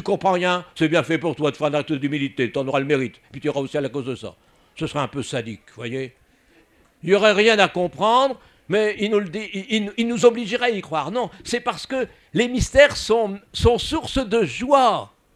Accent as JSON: {"language": "French", "town": "Valenciennes", "region": "Hauts-de-France", "country": "France", "tie": "born or raised there", "said": "ma ville natale, Valenciennes"}